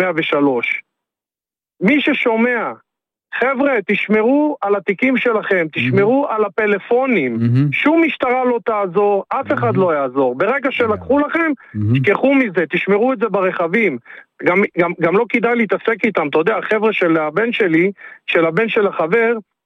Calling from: Central District, Israel

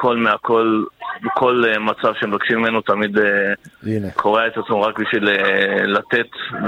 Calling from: Beersheba, Southern District, Israel

